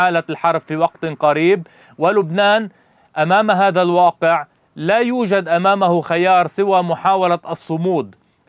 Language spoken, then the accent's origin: Arabic; Lebanon; كلبنانيين